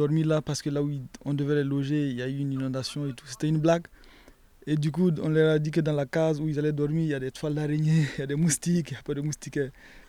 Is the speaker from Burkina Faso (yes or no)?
yes; Burkina Faso; moved away as an adult; now in Lyon, France; J'ai étudié d'abord au Burkina